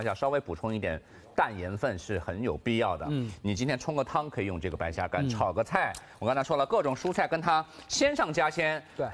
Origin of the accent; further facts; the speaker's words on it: Huzhou, Zhejiang, China; 我老家是浙江湖州的，所以从小就吃这样的一个新鲜的太湖三白。